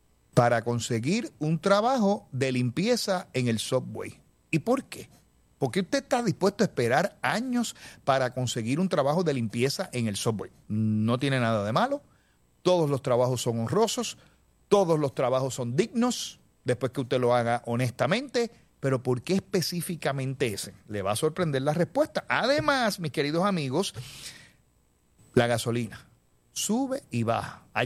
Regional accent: Puerto Rico

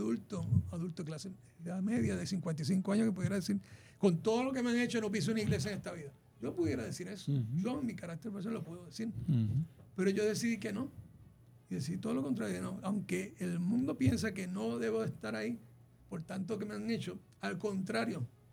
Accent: Puerto Rico

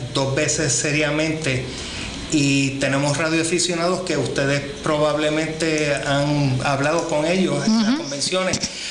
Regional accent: Puerto Rico; also born or lived in San Germán, Puerto Rico / Ponce, Puerto Rico; now in Indiana, United States; Bueno, como puertorriqueño, criado aquí en San Germán, criado en Ponce, y viviendo en Estados Unidos

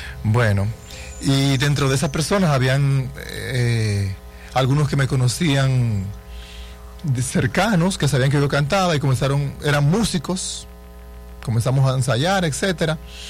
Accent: La Romana, Dominican Republic; born there; also born or lived in San Juan de la Maguana, Dominican Republic / Santo Domingo, Dominican Republic; no soy de la Romana como tal, pero aquí me crié, yo soy del sur profundo, San Juan de la Maguana, y entonces vinimos aquí bastante jovencito, aquí conocí al Señor, me desarrollé en la iglesia, etcétera.

